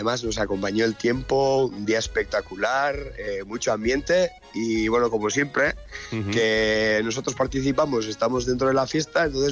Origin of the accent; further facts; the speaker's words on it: Erratzu, Navarre, Spain; somos 15 pueblos y yo soy de Ratzu. Entonces yo participo en la carroza de Ratzu